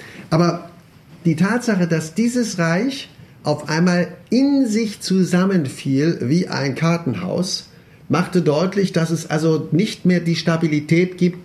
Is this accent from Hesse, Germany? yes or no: yes; Kassel, Hesse, Germany; aber in Kassel, wo ich herkomme, können wir es gut nachzeichnen.